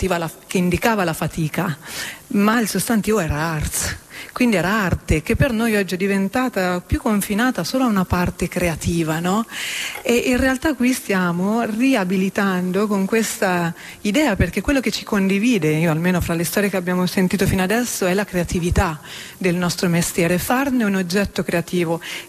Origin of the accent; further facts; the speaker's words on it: Umbria, Italy; io sono umbra, se fossi nata maschio mi sarei chiamata Francesco, tanto è il legame con la mia terra.